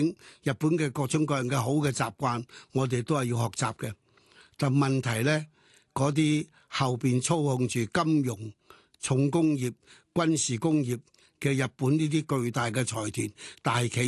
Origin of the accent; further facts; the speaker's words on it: Hong Kong; 我在香港出生，香港长大，